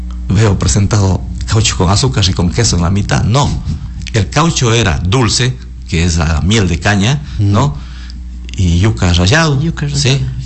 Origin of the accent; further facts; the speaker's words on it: Macas, Morona Santiago, Ecuador; nosotros que somos de acá de Maca